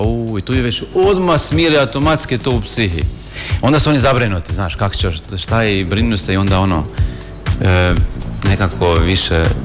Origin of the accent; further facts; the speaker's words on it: Croatia; kod nas u Hrvatskoj